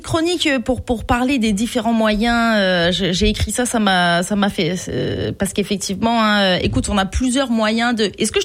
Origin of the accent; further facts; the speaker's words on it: France; now in Montreal, Canada; je suis une femme, Francis. Puis en plus, je suis française